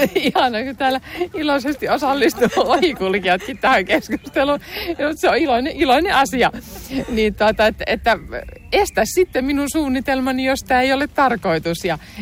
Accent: Lieto, Southwest Finland, Finland; moved away as an adult; also born or lived in Turku / Lahti; now in Germany; Mä olen syntynyt Turussa ja asuin siinä naapurikaupungissa Liedossa yli 30 vuotta elämästäni, mutta sitten tänne muutin Lahdesta, eli siellä olin yli 10 vuotta töissä, tai melkein 12 vuotta itse asiassa.

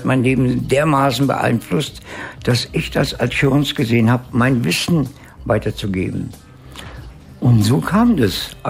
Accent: Italy; Ich mag Kinder, ich bin Italiener, ich komme aus einer großen Familie.

